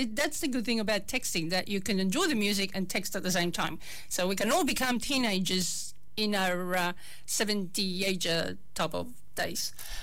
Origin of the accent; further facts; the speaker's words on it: Australia